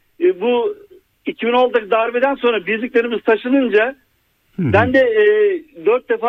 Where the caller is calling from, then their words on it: Ankara, Turkey; Ankara'dan arıyorum.